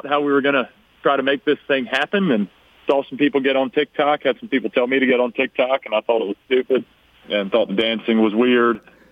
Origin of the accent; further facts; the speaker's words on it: North Carolina, United States; now in Nashville, United States; Yes, I'm from North Carolina. Born and raised, live in Nashville now, and been playing music since the eighth grade.